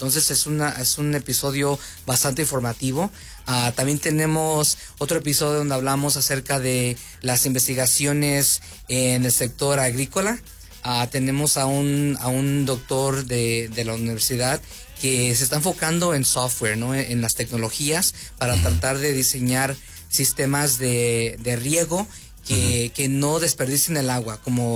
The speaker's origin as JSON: {"language": "Spanish", "country": "Mexico", "moved": "yes", "lives_now": "Reno, United States", "said": "yo que soy mexicano"}